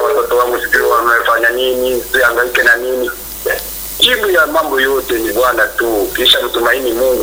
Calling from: Kagera, Tanzania; na wapata vizuri kutoka Karagwe

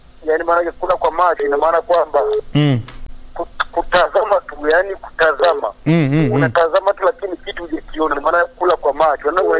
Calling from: Iringa, Tanzania; pande za Iringa Kirolo.

